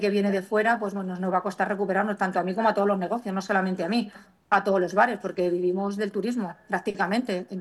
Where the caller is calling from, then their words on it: Navas del Rey, Community of Madrid, Spain; como todos los vecinos de Navas.